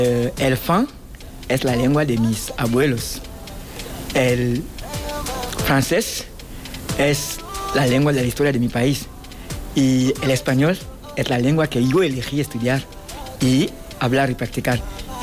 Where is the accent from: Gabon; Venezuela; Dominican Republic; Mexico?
Gabon; Spanish is a second language; nativo de Gabón. Llevo 20 años enseñando español en la enseñanza secundaria en mi país porque me gusta